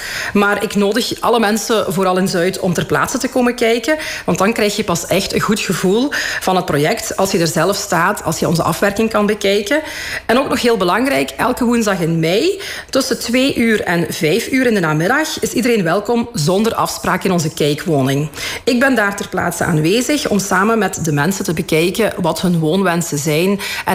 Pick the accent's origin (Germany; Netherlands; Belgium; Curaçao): Belgium; Limburg; Ja, dat klopt. Ik ben inderdaad van Limburg geboren en getogen.